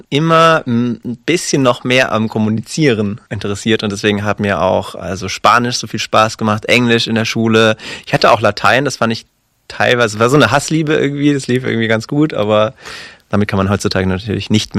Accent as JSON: {"language": "German", "town": "Stuttgart", "region": "Baden-Württemberg", "country": "Germany", "said": "Ich komme ja aus Stuttgart."}